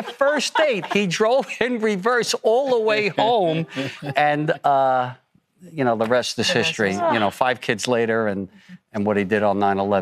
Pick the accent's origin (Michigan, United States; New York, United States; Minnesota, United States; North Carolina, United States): New York, United States; Staten Island; So he moved off Staten Island. We're all from Staten Island.